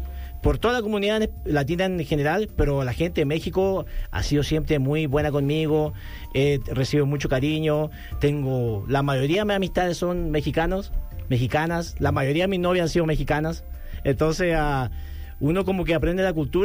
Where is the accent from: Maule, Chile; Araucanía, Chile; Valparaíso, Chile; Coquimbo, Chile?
Valparaíso, Chile; Viña del Mar; now in Los Angeles, United States; yo crecí en Chile, pero he vivido la mayor parte de mi vida en Los Ángeles, en California.